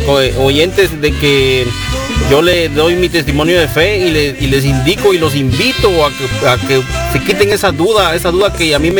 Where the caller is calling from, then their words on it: Todos Santos Cuchumatán, Huehuetenango, Guatemala; Yo lo visito de Todos Santos de Huehuetenango, maestro.